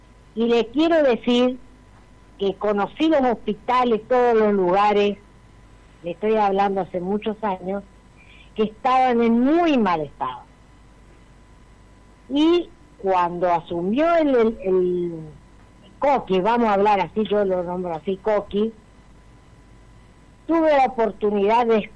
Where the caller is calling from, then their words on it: Campo Largo, Chaco, Argentina; Yo soy del pueblo de Campo Largo.